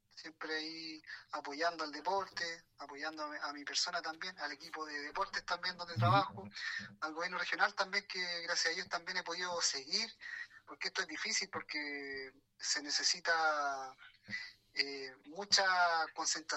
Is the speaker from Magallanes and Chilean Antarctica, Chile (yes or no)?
no; Rengo, O'Higgins, Chile; soy nacido y criado en Rengo